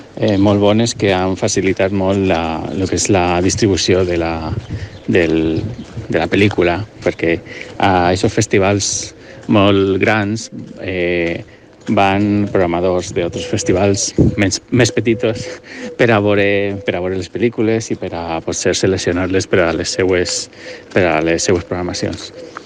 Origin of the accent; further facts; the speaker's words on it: Elche, Valencian Community, Spain; Bé, jo soc d'Elx